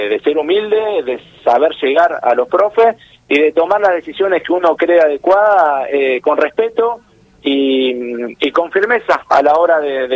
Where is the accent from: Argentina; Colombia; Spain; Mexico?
Argentina; born there; now in Salta, Argentina; vengo de Buenos Aires, donde la formación es distinta.